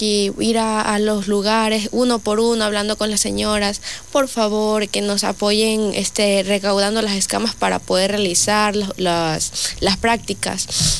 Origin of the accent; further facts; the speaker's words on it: Lago Agrio, Sucumbíos, Ecuador; Lago Agrio, nací en Lago Agrio, y ser la emoción de ser lagoagrense, ser ecuatoriana